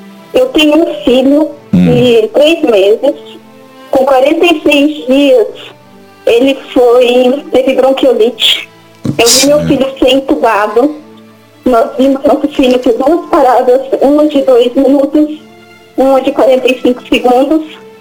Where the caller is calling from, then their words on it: Campo Mourão, Paraná, Brazil; Padre, eu falo de Campo Mourão.